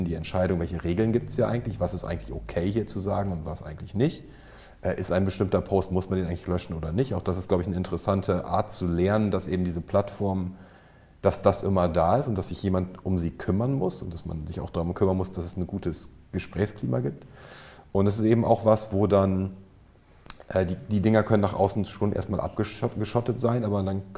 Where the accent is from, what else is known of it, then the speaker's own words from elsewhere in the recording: Northern Germany, Germany; born there; Ich bin ja in Norddeutschland geboren